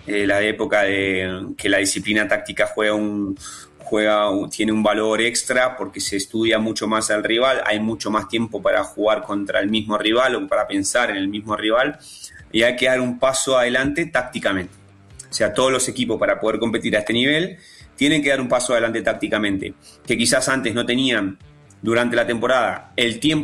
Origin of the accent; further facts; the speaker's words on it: Argentina; now in Colombia; Yo soy argentino. Uh-huh. Yo soy argentino.